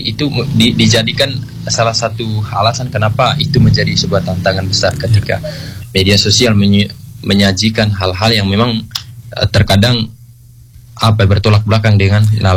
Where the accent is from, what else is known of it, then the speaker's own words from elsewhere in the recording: East Nusa Tenggara, Indonesia; Bahwa kita orang NTT lebih mudah mencerna bahasa lisan ketimbang bahasa tulisan.